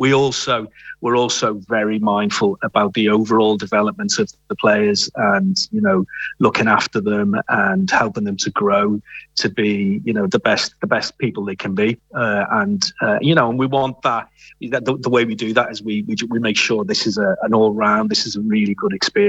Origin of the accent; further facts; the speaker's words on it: North West England, United Kingdom; moved away; Yeah, well, look, I'm from Merseyside.